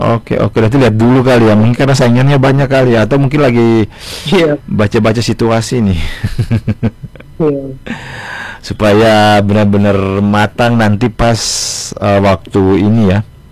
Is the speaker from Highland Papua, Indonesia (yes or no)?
no; Ambon, Maluku, Indonesia; kita orang Ambon yang menuntut ilmu di sumber kejauhan itu.